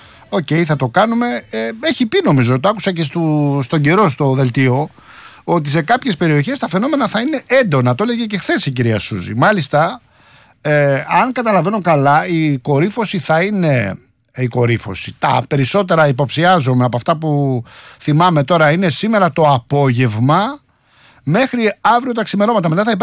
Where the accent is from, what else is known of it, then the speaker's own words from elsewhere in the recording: Rafina, Attica, Greece; Ο Πάνος είναι στην πατρίδα μου, στη Ραφίνα, που είναι ακόμα σκοτεινή.